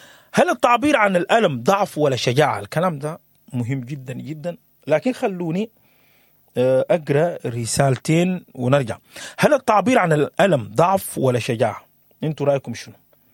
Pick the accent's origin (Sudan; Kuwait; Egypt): Sudan